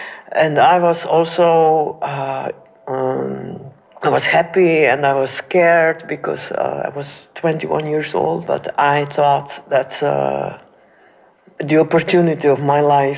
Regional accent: Slovenia; I'm from Yugoslavia and we don't have a lesbian group.

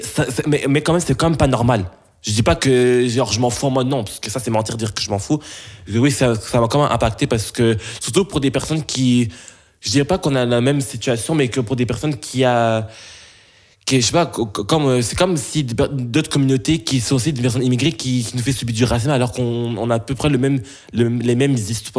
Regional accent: Belgium; born there; je suis belge, je suis né en Belgique

